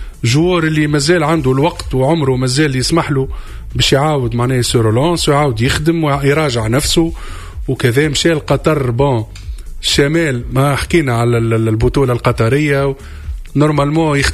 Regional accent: Tunisia

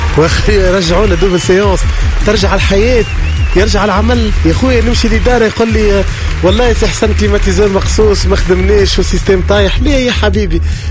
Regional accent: Tunisia

